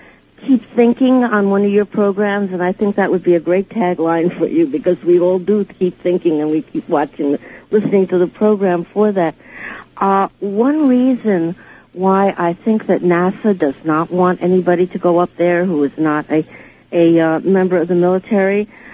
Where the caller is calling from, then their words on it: New York, United States; I'm listening from New York.